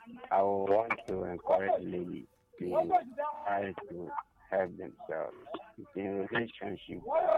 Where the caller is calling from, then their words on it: Ebonyi, Nigeria; I'm calling from Ebonyi State.